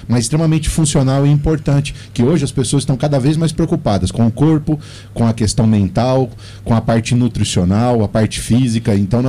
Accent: Brazil; eu vim da Vila Gadina

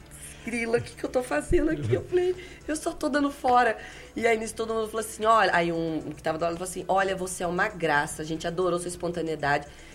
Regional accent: Limeira, São Paulo, Brazil; eu sou de Limeira.

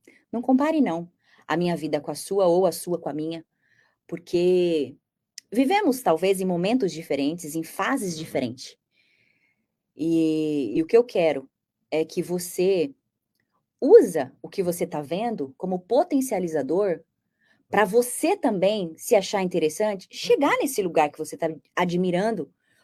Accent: Brazil; sou brasileira com muito orgulho.

